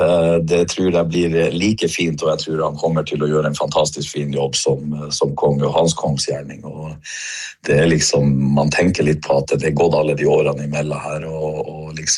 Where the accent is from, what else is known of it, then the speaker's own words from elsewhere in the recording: Bugøynes, Finnmark, Norway; har alltid følt meg veldig, veldig trygg på at jeg er fra nettopp Bugøynes og kommunen våre Sør-Varanger og jobber i dag her i Kirkenes, som du sier, i Syd-Varanger gruve.